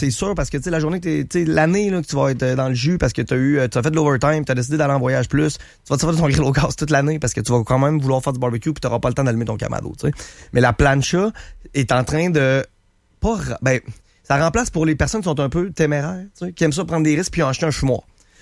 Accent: Saint-Jean-Chrysostome, Quebec, Canada; puis on vient de Saint-Jean-Chrysostome, okay. De Québec, ouais.

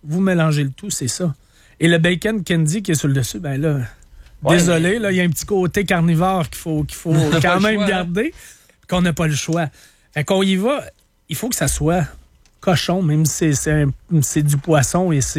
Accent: Trois-Pistoles, Quebec, Canada; j'ai passé mon enfance à Trois-Pistoles, en face des Escoumins.

